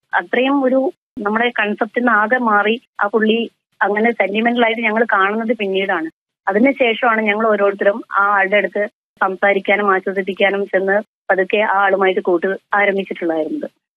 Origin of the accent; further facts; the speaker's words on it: Kozhikode, Kerala, India; ഞാൻ കോഴിക്കോട് സ്വദേശിനിയാണ്. പഠിച്ചത് government arts and science college കോഴിക്കോടാണ്.